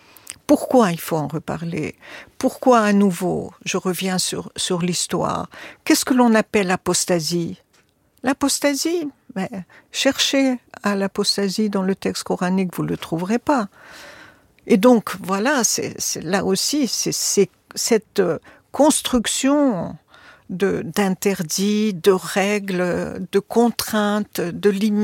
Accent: Tunisia; Chez nous, en Tunisie, voilà.

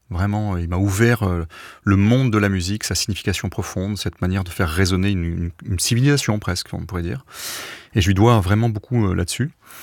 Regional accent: Marseille, Provence-Alpes-Côte d'Azur, France; born there; Alors pas du tout, moi je suis né à Marseille

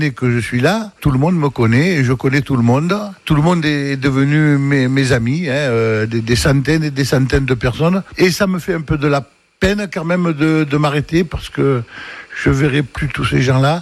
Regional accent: Arles, Provence-Alpes-Côte d'Azur, France; born there; Je suis né à Arles

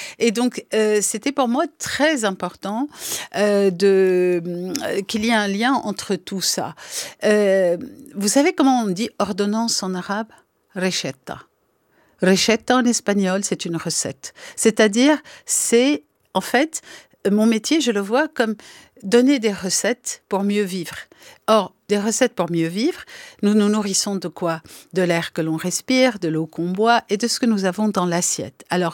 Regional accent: Paris, Île-de-France, France; born or raised there; also born or lived in Aleppo, Syria / Beirut, Lebanon

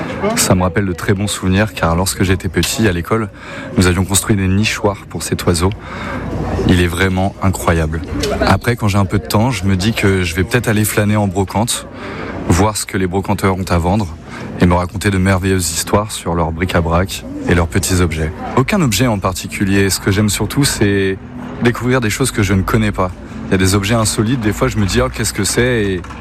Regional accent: Torigny, Nouvelle-Aquitaine, France; je viens de Torigny dans les Deux-Sèvres.

